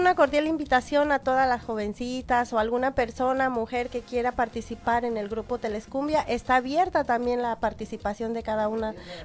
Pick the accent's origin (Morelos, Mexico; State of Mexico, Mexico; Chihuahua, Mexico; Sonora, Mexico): State of Mexico, Mexico; yo soy del Estado de México, no soy del Estado de Puebla